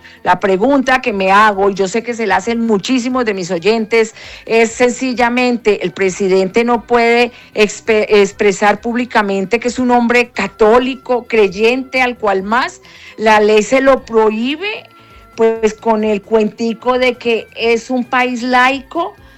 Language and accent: Spanish; Colombia